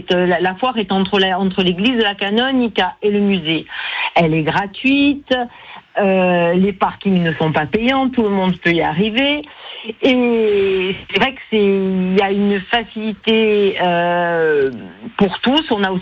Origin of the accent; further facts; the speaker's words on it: Corsica, France; chez nous en Corse